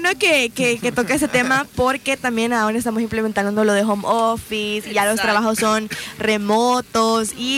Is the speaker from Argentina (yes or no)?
no; El Salvador; aquí como salvadoreños